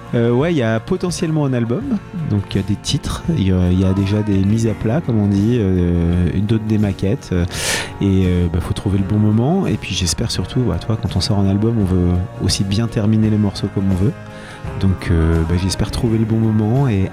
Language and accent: French; England, United Kingdom; French is a second language; moved away; Parce que tu vois, je venais d'Angleterre, j'étais rameur.